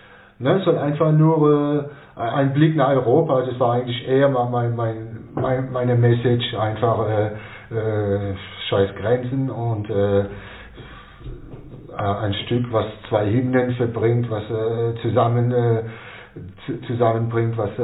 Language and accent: German; Grand Est, France; als Elsässer ist man kein Franzose und kein Deutscher, ne?